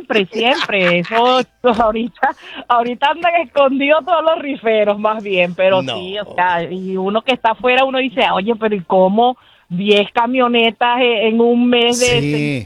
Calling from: Venezuela

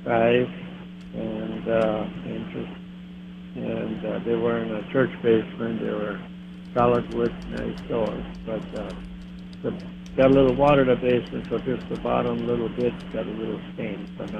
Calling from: Freeman, South Dakota, United States; from Freeman.

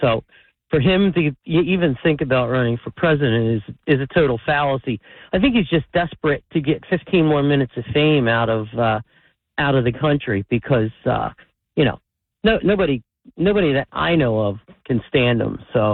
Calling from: Woodbury, New Jersey, United States; I'm in South Jersey, just outside of the Woodbury area.

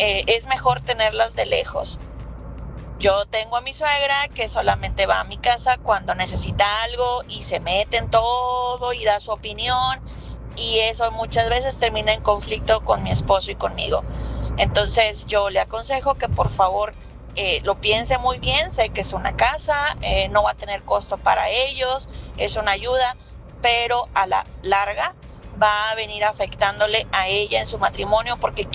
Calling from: Reynosa, Tamaulipas, Mexico; Hablo de Reynosa

